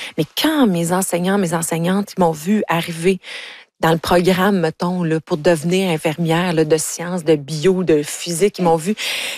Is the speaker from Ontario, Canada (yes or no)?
yes; Ontario, Canada; Ben, j'ai été forcée à en avoir un à l'école secondaire, nous, parce que moi, je viens de l'Ontario.